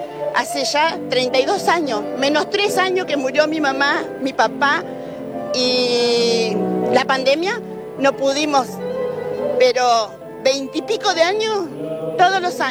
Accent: Corrientes, Argentina; Así somos los correntinos, así somos los hijos de ella.

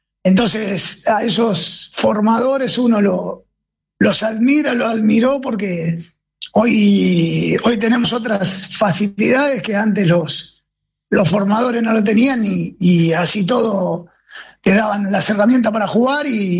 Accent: Béccar, Buenos Aires Province, Argentina; De Bécar, yo soy de Bécar.

